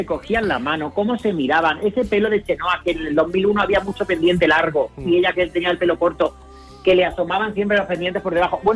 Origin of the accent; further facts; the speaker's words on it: Córdoba, Andalusia, Spain; moved away as an adult; also born or lived in Seville; O sea, nací en Sevilla, pero he vivido pues hasta los 22 en Córdoba.